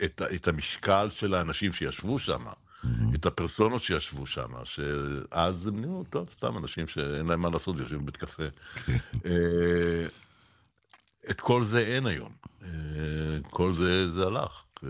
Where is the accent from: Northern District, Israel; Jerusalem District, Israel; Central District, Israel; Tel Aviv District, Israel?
Tel Aviv District, Israel; Tel Aviv; moved away as an adult; now in Herzliya, Israel; אני התרחקתי מתל אביב, אני גר בהרצליה